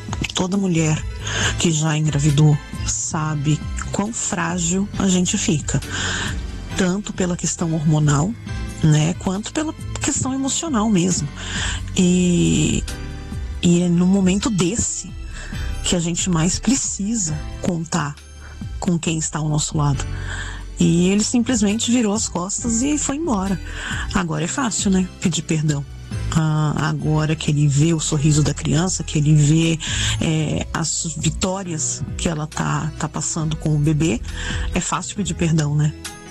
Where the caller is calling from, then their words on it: Ilha Comprida, São Paulo, Brazil; eu falo da Ilha Comprida, né, em São Oi, Paulo.